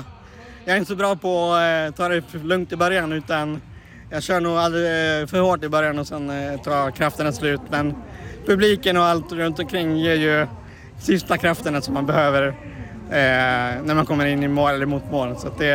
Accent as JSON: {"language": "Swedish", "town": "Borlänge", "region": "Dalarna County", "country": "Sweden", "tie": "born or raised there", "moved": "yes", "said": "Även om jag nu mera inte bor i Borlänge, men jag är uppvuxen i Borlänge"}